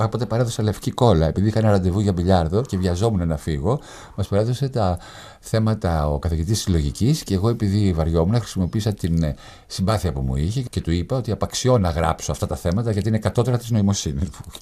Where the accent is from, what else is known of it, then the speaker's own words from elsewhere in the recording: Piraeus, Attica, Greece; γεννήθηκα και μεγάλωσα στην πόλη που κάθε Θεσσαλονικιός που κατεβαίνει στην Αθήνα, όταν του πω ότι πάμε μια βόλτα στον Πειραιά, πετάει τη σκούφια του στον αέρα από χαρά.